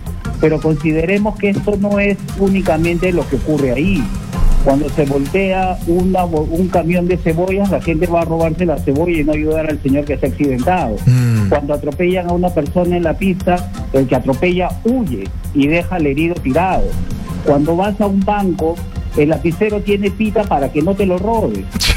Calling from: Barranca, Lima, Peru

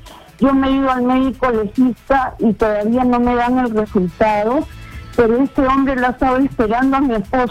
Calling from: Lima, Peru; soy de Santiago de Surco, tengo 76 años

